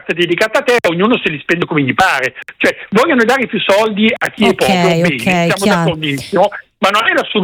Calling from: Brianza, Lombardy, Italy; io abito in Brianza, cioè la regione più ricca d'Italia, no?

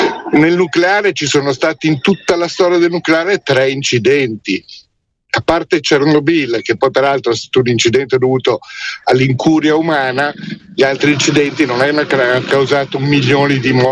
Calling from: Milan, Lombardy, Italy; da Milano

